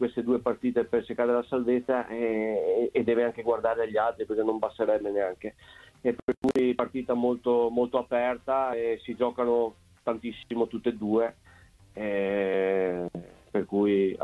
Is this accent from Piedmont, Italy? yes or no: no; Venice, Veneto, Italy; lo dico da veneziano, visto che sono di queste parti qui.